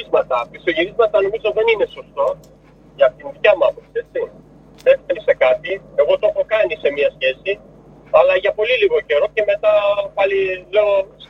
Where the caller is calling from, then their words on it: Munich, Bavaria, Germany; από το Μόναχο